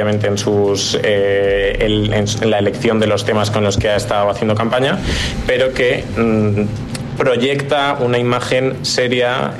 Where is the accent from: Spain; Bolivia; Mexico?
Spain